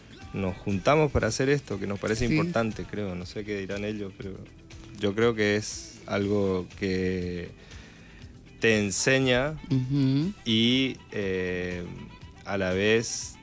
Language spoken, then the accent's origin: Spanish; Corrientes, Argentina; now in Paraguay; Yo vengo de Corrientes, después me fui por muchos lugares y volví, y luego, como mi madre y toda mi familia es paraguaya, me vine acá